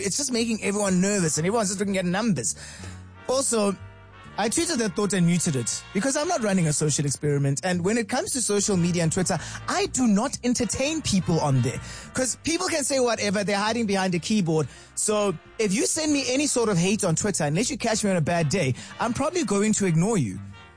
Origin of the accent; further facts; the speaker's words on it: Bethlehem, Free State, South Africa; Don't go to Bethlehem, my hometown